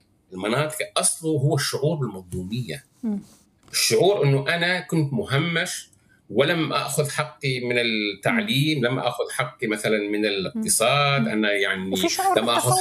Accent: Syria; ولكن نحن نحتاج كسوريين الى درجة اكبر من الذي حصل يعني

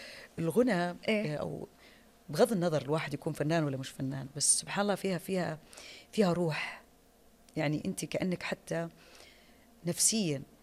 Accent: Saudi Arabia

